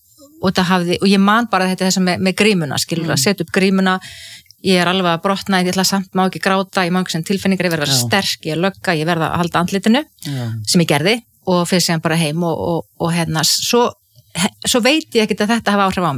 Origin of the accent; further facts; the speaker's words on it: Ísafjörður, Westfjords, Iceland; já, ég óttaðist sjóin sem kannski líka tengist því að ég alveg upp á Ísafirði þar sem voru tíu sjóslis og menn drukknuðu